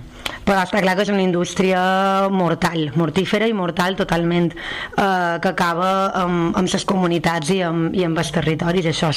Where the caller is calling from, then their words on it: Balearic Islands, Spain; Jo com a mallorquina